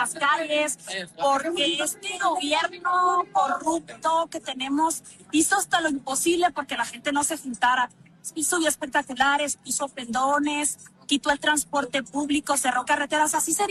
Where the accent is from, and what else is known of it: Chihuahua, Mexico